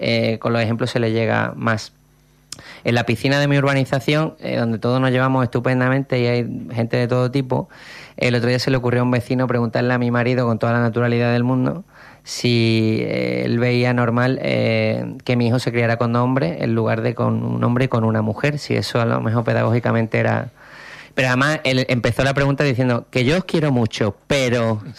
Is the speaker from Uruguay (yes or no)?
no; Málaga, Andalusia, Spain; Somos, pues … soy de Málaga, me gusta Madrid en Semana Santa y me voy al Algarve en verano